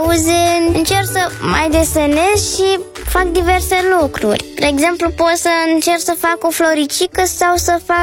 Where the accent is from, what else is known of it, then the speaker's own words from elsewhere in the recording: Bucharest, Romania; din București și vă urez o zi frumoasă